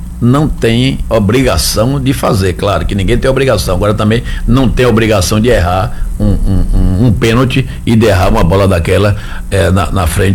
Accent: Brazil; Você aí que tá assim como eu, brasileiro

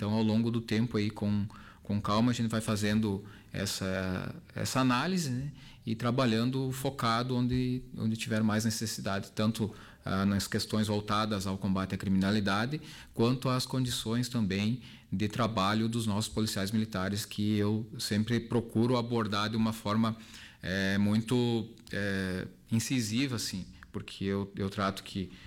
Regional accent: Arvorezinha, Rio Grande do Sul, Brazil; moved away as an adult; also born or lived in Passo Fundo / Vacaria; now in Soledade, Brazil; Eu sou natural aqui do município vizinho, né, de Soledade, sou natural de Arvorezinho, nasci, me criei ali, e em 2008, aí, quando incluí nas fileiras da Brigada Militar, que mudei para Passo Fundo

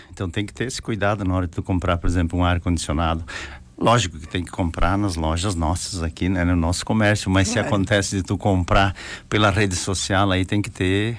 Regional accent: Rio Grande do Sul, Brazil; Esse é o nosso frio gaúcho aqui

